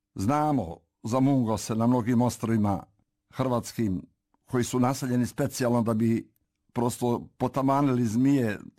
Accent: Morakovo, Nikšić Municipality, Montenegro; A u tom mom zavičaju u Župi Nikšićkoj u selu Morakovu, planinskom, tih 50. godina niko nije znao za mungose

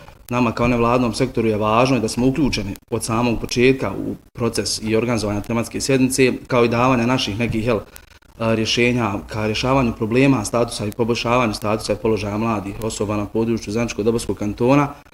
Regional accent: Zavidovići, Federation of Bosnia and Herzegovina, Bosnia & Herzegovina; Važno je još nešto istaći da dolazim iz Zavidovića, gdje mladi odlaze mnogo, jako puno odlaze u inostranstvo da rade

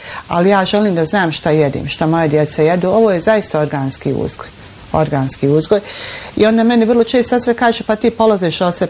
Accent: Bosnia & Herzegovina; Znate, mi smo Bosanci, ja ne znam nijedan narod poput našeg da voli, da smo, mi smo vesel narod, srdačan

